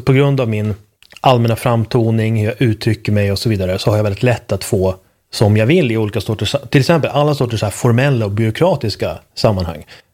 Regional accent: Sweden; Jag själv till exempel, jag känner ju att jag är uppvuxen i, liksom i Sverige, en väldigt svensk kontext.

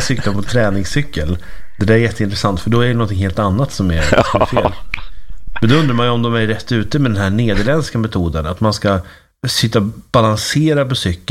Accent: Uppsala, Uppsala County, Sweden; Eller är det kanske så att det är bara för att jag kommer från Uppsala som jag tar cykeln för given?

